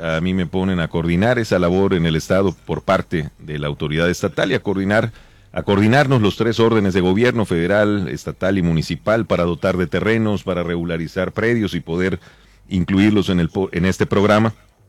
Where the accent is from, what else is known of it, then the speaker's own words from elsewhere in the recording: Yucatán, Mexico; Pues mira, es algo muy, muy bonito, muy gratificante como funcionario y más como yucateco.